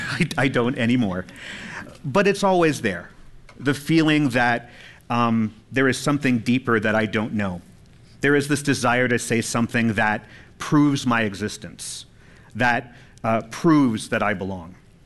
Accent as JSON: {"language": "English", "town": "El Paso", "region": "Texas", "country": "United States", "tie": "born there", "said": "I was born in El Paso to a mother who was an alcoholic and possibly a drug addict. I was given up for adoption."}